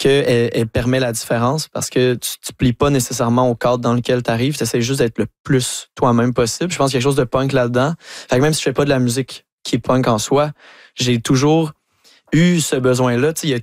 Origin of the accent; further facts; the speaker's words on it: Saint-Hyacinthe, Quebec, Canada; parce que moi je viens de Saint-Hyacinthe qui est une ville agricole